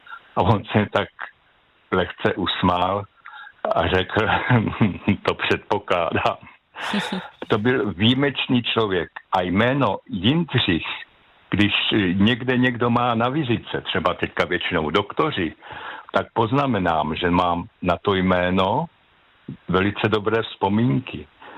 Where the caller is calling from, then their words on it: Central Bohemian Region, Czechia; jsem ze Středočeského kraje.